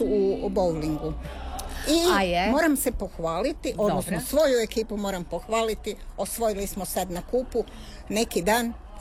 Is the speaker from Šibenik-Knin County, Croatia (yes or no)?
no; Zagreb, City of Zagreb, Croatia; zato što smo rodom iz Buzina. Ima nekih koje nisu, ali su već 50 godina u Buzinu, pa i smatramo Buzinčice. A ima nas 5 autohtonih.